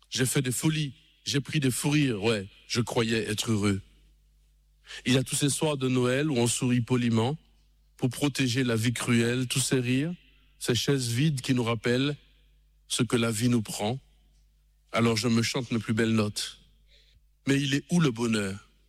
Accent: Martinique

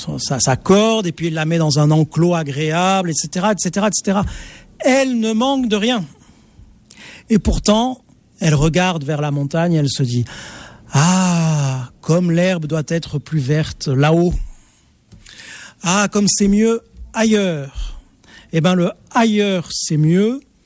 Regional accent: Marseille, Provence-Alpes-Côte d'Azur, France; Je suis de Marseille, alors c'est mes références. J'ai appris ça à l'école primaire.

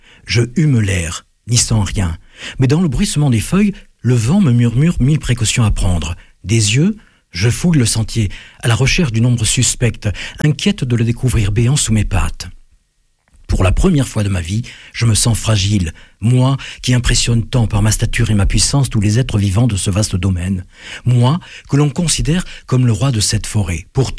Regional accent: Auvergne-Rhône-Alpes, France

